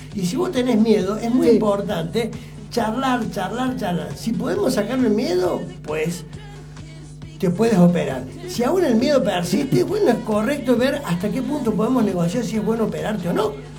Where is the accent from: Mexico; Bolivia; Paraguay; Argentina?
Argentina; Jesús María, Córdoba; moved away; teníamos una clínica en Jesús María. Mi pueblo de origen, al cual amo.